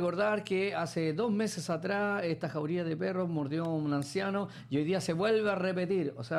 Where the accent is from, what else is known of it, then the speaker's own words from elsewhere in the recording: Chile; nosotros tenemos como chilenos memoria a corto plazo